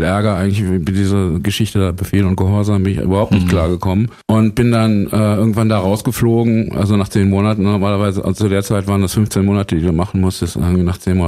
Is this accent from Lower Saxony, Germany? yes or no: no; Herford, North Rhine-Westphalia, Germany; born there; moved away as an adult; now in Berlin, Germany; ich bin nicht direkt von Herford nach Berlin gekommen, sondern ich bin von Geburt her ein Wessi. Und Herford liegt in Ostwestfalen.